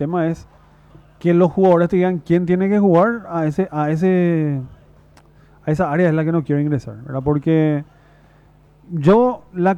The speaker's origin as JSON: {"language": "Spanish", "country": "Paraguay"}